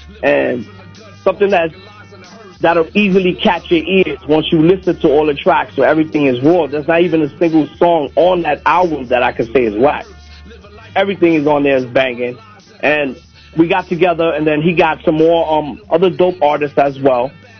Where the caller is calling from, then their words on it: Bronx, New York, United States; I'm calling from the Bronx, New York.